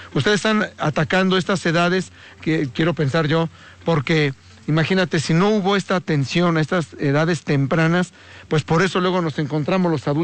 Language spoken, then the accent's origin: Spanish; Puebla, Mexico; Nos da mucho orgullo también a nosotros como poblanos que lo tengamos aquí en un lugar tan icónico como esta ex Casa Puebla